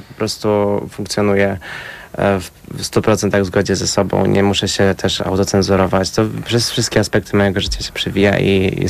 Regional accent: Kielce, Świętokrzyskie Voivodeship, Poland; moved away; Może w Kielcach. Może będzie reunion z moim rodzinnym miastem.

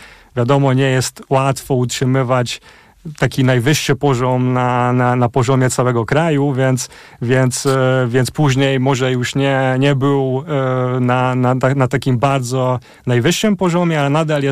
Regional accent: Kaposvár, Somogy, Hungary; moved away as an adult; dorastałem się w rodzinie węgiersko-polskim i to powodowało, że dzieciństwo spędziłem na Węgrzech w Kapuszwar, tam żyłem aż do matury.

